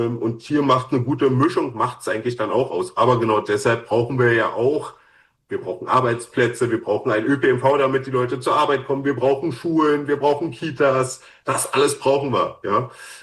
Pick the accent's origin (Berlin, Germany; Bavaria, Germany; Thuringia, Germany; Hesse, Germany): Berlin, Germany; ich sage jetzt mal, als Berliner, der ja nur Berlin und sein Speckgürtel kennt